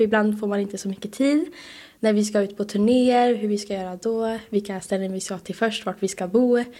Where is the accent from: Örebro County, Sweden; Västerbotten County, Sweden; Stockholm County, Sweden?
Västerbotten County, Sweden; Skellefteå; Skellefteå.